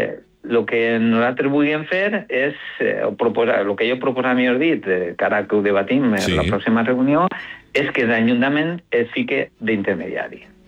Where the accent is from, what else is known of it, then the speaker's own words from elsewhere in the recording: L'Olleria, Valencian Community, Spain; que jo soc d'Olleria, visquen allà a l'Homan Ferit, sí. Soc ja mig adoptat, o sigui, soc mig